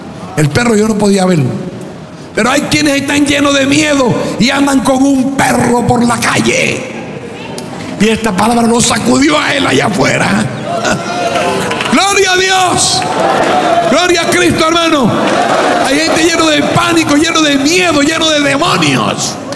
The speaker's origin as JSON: {"language": "Spanish", "country": "Cuba", "moved": "yes", "said": "Yo vine de Cuba a este país pensando seguir para Australia"}